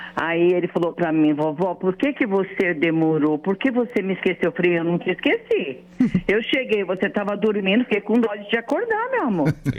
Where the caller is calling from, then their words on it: São Paulo, Brazil; Quem fala é … eu sou daqui do Rio Franco, São Paulo.